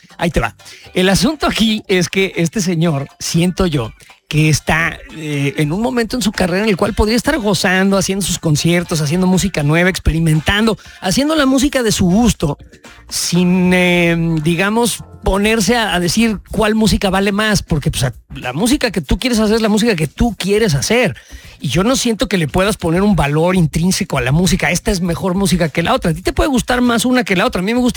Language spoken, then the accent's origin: Spanish; Mexico; porque jodones somos los mexicanos